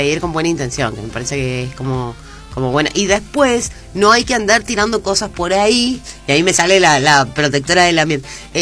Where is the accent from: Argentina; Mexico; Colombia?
Argentina